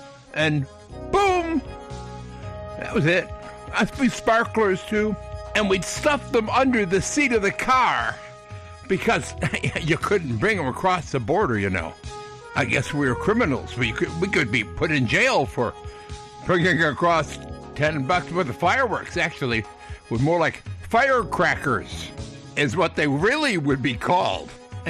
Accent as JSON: {"language": "English", "region": "New York", "country": "United States", "tie": "born or raised there", "moved": "yes", "said": "when I was raised in New York State"}